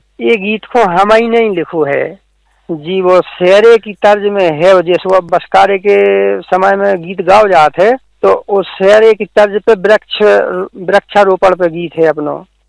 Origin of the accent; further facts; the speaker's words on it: Madhya Pradesh, India; हमारा गांव सागर से है लगभग 35 किलोमीटर के आसपास और जो दक्षिण दिशा में है सागर से लगभग। गांव का नाम है धुरा।